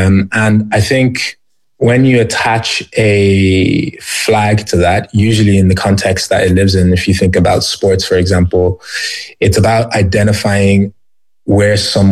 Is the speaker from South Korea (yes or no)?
no; Ireland; something I felt growing up in Ireland, for sure.